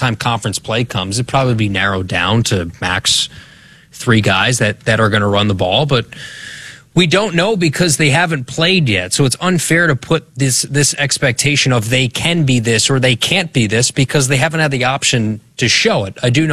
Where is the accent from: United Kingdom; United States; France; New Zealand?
United States; New Jersey; I actually prefer Alfredo, but I'm from New Jersey.